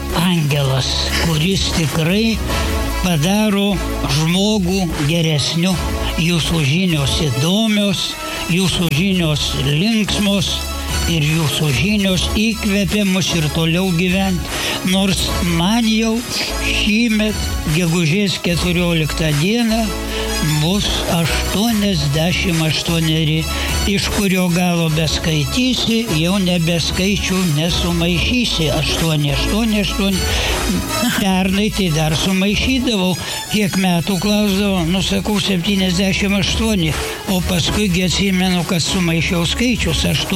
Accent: Veisiejai, Alytus County, Lithuania; born there; now in Utena, Lithuania; Na, nors esu dabar uteniškis, tačiau iš tikrųjų gimiau Dzūkijoje, tokiame garsiame Veisiejų miestelyje. Nes, o vėliau gyvenau jau Utenos rajone

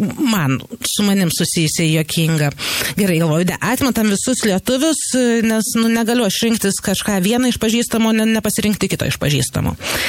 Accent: Hamburg, Germany; also born or lived in Berlin; now in Utena, Lithuania; Ar Hamburgą, kur mano vaikystė prabėgo, ar Kelną, kur yra mano nekraujo šeima, ar rinktis Berlyną, kur aš gyvenau.

